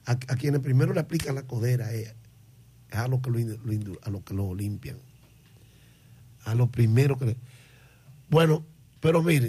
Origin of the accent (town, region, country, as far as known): Dominican Republic